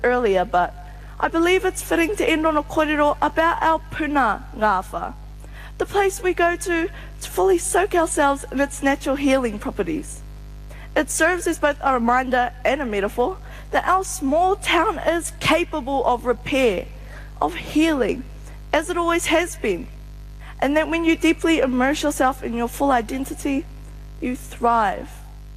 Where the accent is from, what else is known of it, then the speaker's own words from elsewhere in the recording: Kaikohe, Northland, New Zealand; I'm from Kaikohe, a community that grieves together.